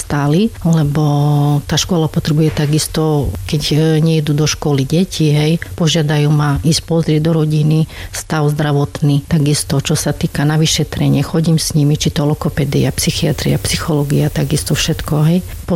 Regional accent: Spišské Tomášovce, Košice Region, Slovakia; moved away as an adult; also born or lived in England; now in Zlatník, Slovakia; som tu už 26 rokov, lebo som sa tu vydala. Ja pochádzam zo Spiských Tomášoviec

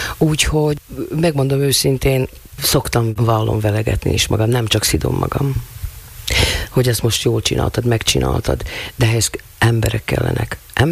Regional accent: Ragyolc, Nógrád, Hungary; mai napig Ragyolcinak tartom, tehát nekem ott a hazám, tehát nem itt nőttem föl

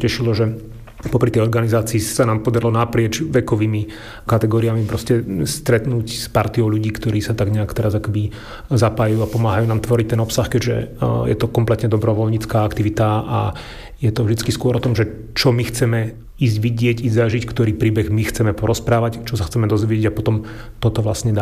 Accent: Martin, Žilina Region, Slovakia; moved away as an adult; also born or lived in Bratislava; Keď som sa vrátil z Bratislavy a zahraničia späť žiť a tvoriť do Martina

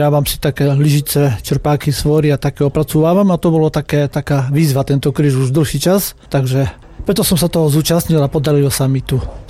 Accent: Nalepkovo, Košice Region, Slovakia; som z Nalepkova, to je na Spiši, Dolný Spiš. Takže odtiaľ.

